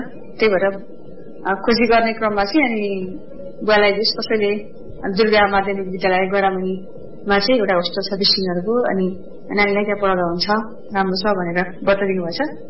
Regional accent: Jhapa, Koshi Province, Nepal; अनि बाल्यकाल चाहिँ मेरो झापामा नै बित्यो।

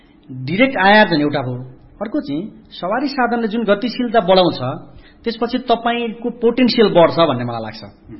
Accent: Khotang, Koshi Province, Nepal; moved away; मेरो घर खोटाङ हो, म यहाँबाट करिब 200-300 किलोमिटर

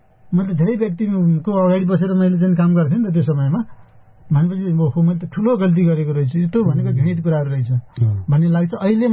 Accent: Gorkha, Gandaki Province, Nepal; born there; moved away; गोर्खाको पालुन्डर भन्ने ठाउँमा भनौँ न मेरो जन्मथलो

